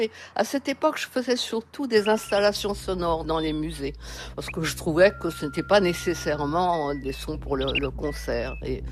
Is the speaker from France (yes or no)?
yes; Paris, Île-de-France, France; born there; moved away; also born or lived in Nice; où mes parents habitaient toujours, je suis née à Paris